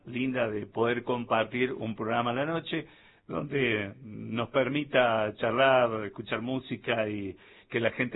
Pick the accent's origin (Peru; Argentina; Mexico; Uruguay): Argentina; lo que somos los argentinos